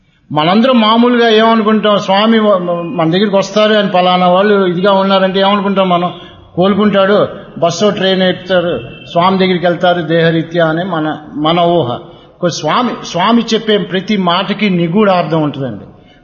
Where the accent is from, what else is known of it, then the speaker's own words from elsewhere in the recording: Guntur, Andhra Pradesh, India; అమ్మా నాన్న ఇద్దరు కూడా శిరిడీబాబా భక్తులు. గుంటూరులో మా ఇంటి నా చిన్నతనంలో మా ఇంటి పక్కన ఓ మామగారు ఉండేవారు.